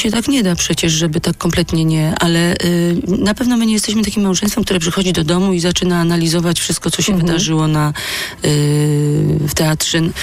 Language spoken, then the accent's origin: Polish; Silesian Voivodeship, Poland; moved away as an adult; now in Kraków, Poland; bo jestem Ślązaczką.